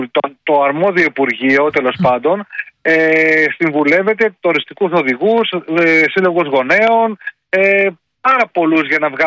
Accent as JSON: {"language": "Greek", "town": "Velo", "region": "Peloponnese", "country": "Greece", "tie": "born or raised there", "said": "γιατί μένω στο χωριό μου είναι το Βέλο, που είναι πριν το Κιάτο ακριβώς."}